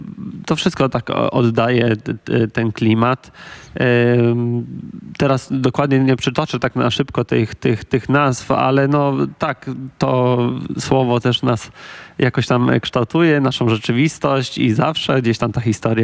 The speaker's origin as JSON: {"language": "Polish", "town": "Kębłowo", "region": "Greater Poland Voivodeship", "country": "Poland", "tie": "born or raised there", "said": "na moją rodzinną wioskę Kębłowo mówili kiedyś błota. To znaczy, że błota. Tam są błota i jest bardzo dużo wody i jest to taki podmokły teren."}